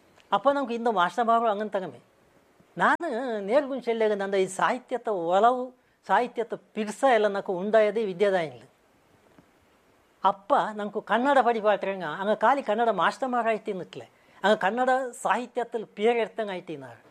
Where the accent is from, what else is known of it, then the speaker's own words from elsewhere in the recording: Karnataka, India; born there; ಹಳ್ಳಿಲಿ ನಾನು ಜೀವನ ಹಾಕಿಟ್ಟು ಮೇಲೆ ಬಂದವನು.